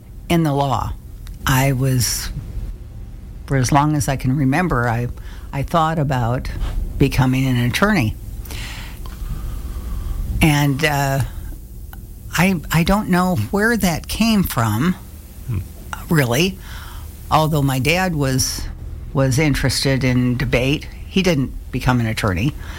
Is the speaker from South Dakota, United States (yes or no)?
yes; Aberdeen, South Dakota, United States; also born or lived in Brookings; And then we moved to Aberdeen, South Dakota, and that's where I grew up. I graduated from high school there